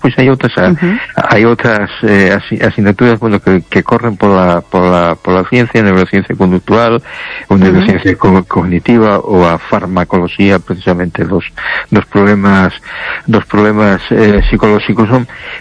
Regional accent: A Coruña, Galicia, Spain; Buenas noches, Teresa. … de Coruña. ¿Qué tal?

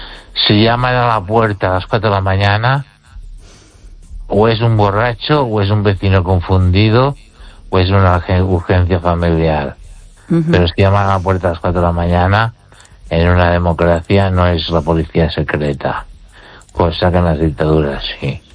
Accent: Ourense, Galicia, Spain

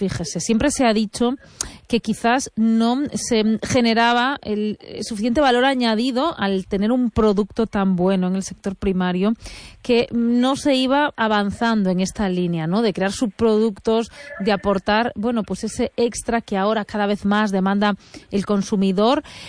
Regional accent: Galicia, Spain

